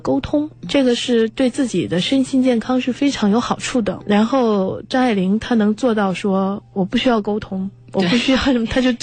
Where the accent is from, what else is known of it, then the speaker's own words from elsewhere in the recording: China; 我们中国人